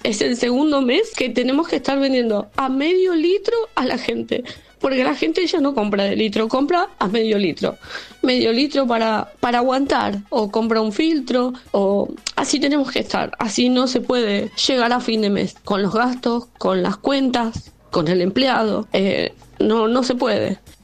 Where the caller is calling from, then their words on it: Florencio Varela, Buenos Aires Province, Argentina; soy de Florencio Varela